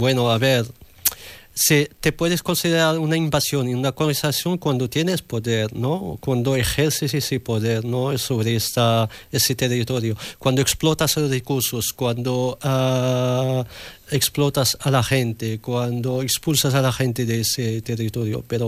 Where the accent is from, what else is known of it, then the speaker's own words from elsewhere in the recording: Tetouan, Tanger-Tetouan-Al Hoceima, Morocco; Porque soy de Tetuán, que es, bueno, la ciudad más próxima a Ceuta.